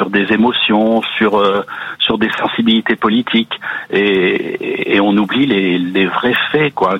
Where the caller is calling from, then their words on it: Chaumont, Grand Est, France; de Chaumont en Haute-Marne.